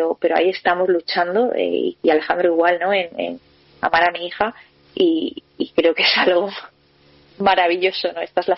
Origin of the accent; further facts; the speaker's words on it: Valencia, Valencian Community, Spain; pues en un encuentro que yo tenía en Madrid, yo soy de Valencia, y me fui a Madrid